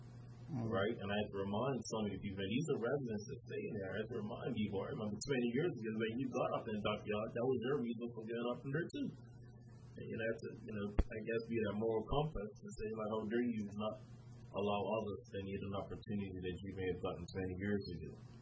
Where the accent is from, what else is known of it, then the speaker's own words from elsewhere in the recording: Somerset, Sandys Parish, Bermuda; I'm from Somerset, right? And Somerset between Somerset Bridge and Wofford Bridge.